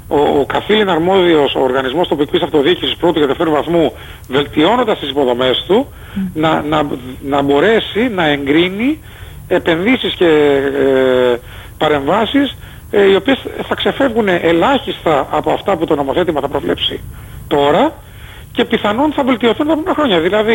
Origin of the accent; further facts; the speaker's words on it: Zakynthos, Ionian Islands, Greece; εγώ σαν Ζακυνθινός πολίτης